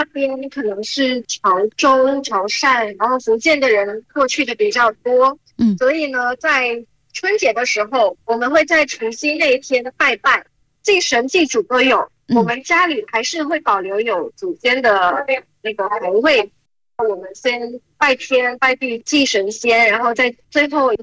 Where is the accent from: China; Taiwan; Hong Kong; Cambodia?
Cambodia; 虽然说我从小就在柬埔寨出生，但是呢，我的家庭还是有华人血统的。